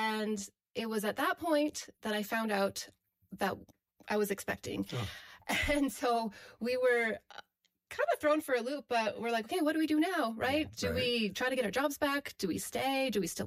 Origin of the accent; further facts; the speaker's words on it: Edmonton, Alberta, Canada; I grew up in Edmonton, Alberta, which is the capital, and I grew up in a, typical Christian middle class family